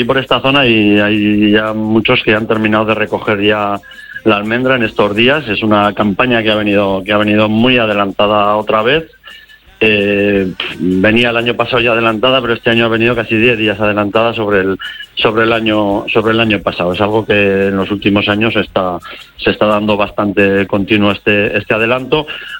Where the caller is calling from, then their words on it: Cadrete, Aragon, Spain; Pues bueno, hoy estoy aquí en mi pueblo, en Cadrete, al lado de Zaragoza.